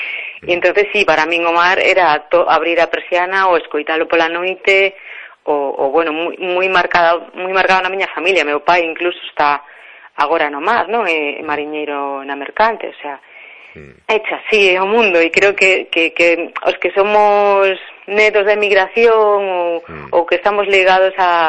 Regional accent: Arou, Galicia, Spain; also born or lived in Buenos Aires, Argentina; eu nacín en Buenos Aires, non? E pasei unha corta infancia lá, pero sí que é verdad que cando viñemos vivir para Galicia, pois viñemos directamente a aldea de Arou

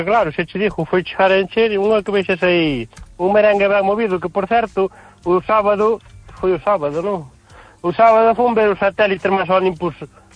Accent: Fene, Galicia, Spain; eu son de Fene, maniños, viví moitos anos alá.

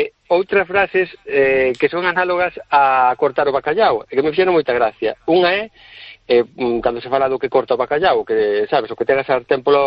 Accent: Quiroga, Galicia, Spain; Eu como son de Quiroga, non está moi lonxe do barco, pois farei unhas pesquisas.

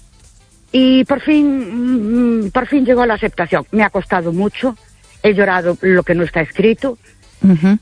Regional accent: Ourense, Galicia, Spain; Buenas noches … de Ourense.

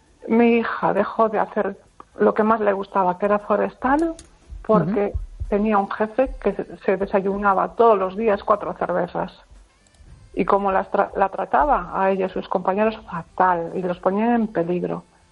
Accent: Pontevedra, Galicia, Spain

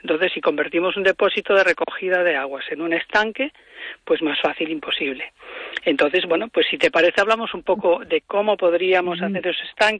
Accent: Galicia, Spain; uno siempre piensa, bueno, aquí no nos va a pasar porque somos gallegos, llueve mucho

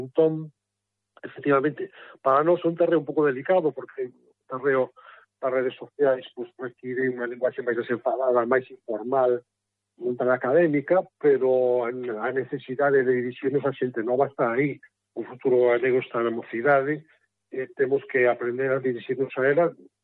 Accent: Galicia, Spain; recrear unha tradición que nos define como galegos

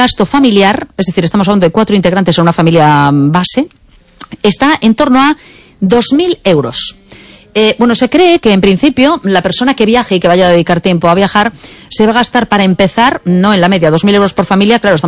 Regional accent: Vigo, Galicia, Spain; Ah, realmente, yo soy del Bao.

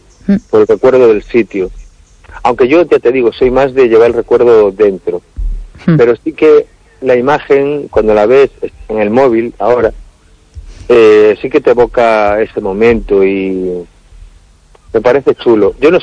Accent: Cangas, Galicia, Spain; de cuando vivíamos de mi infancia en Masó, allí en Cangas

